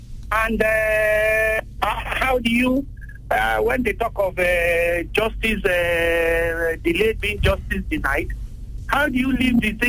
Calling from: Nigeria; I'm calling from Oliole.

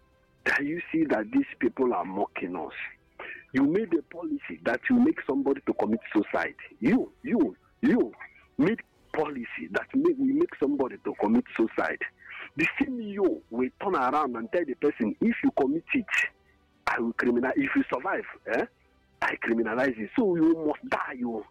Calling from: Enugu, Enugu State, Nigeria; I'm calling from Enugu.

